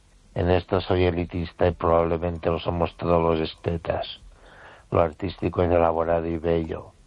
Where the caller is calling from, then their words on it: Ourense, Galicia, Spain; de Orense.